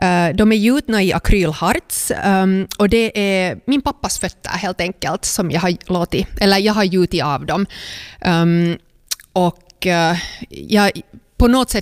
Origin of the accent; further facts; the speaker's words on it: Helsinki, Uusimaa, Finland; moved away as an adult; now in Raseborg, Finland; Jag är alltså uppvuxen i Helsingfors